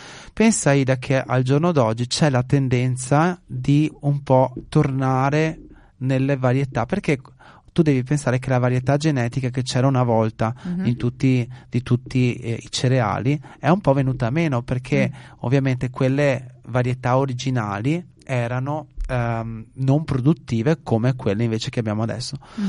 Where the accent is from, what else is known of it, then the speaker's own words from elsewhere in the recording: Veneto, Italy; c'è anche il nostro dialetto veneto